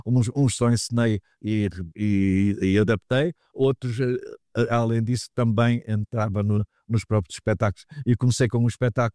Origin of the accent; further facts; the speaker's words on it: Porto, Norte, Portugal; moved away as an adult; also born or lived in Guinea-Bissau / London; now in Lisbon, Portugal; eu nasci no Porto